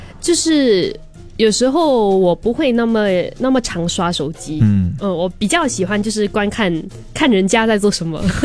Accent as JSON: {"language": "Chinese", "country": "Singapore", "said": "因为我们新加坡就是双语教育嘛"}